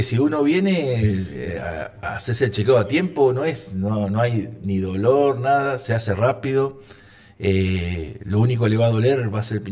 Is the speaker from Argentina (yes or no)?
yes; Neuquén, Argentina; acá 2010 vengo. Soy originado de Curralcoso.